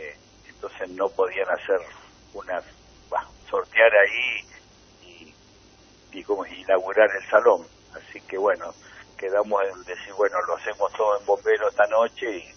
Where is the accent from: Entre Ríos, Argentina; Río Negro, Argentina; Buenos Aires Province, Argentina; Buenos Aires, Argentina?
Río Negro, Argentina; Choele Choel; no nací acá en Choel, pero lo siento como mío porque, hice mi escuela primaria, bueno, después participé en muchas instituciones